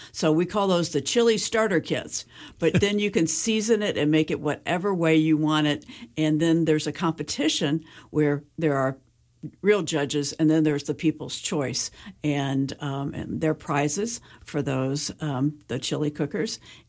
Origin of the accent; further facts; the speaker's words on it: Midwest, United States; now in Virginia, United States; Yeah, I come from the Midwest where you put spaghetti in chili.